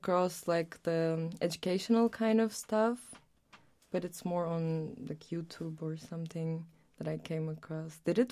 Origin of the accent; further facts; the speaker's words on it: Turkey; English is a second language; So, funny story, because I'm from Turkey and my hometown is right across Greece, mm-hmm. on the Aegean coast